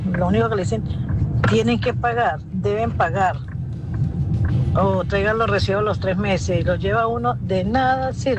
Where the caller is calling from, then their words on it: Colombia; Yo vivo en Jardín de los Andaquíes, en ese conjunto que es Estrato 2, y llevo 4 meses viviendo en ese conjunto.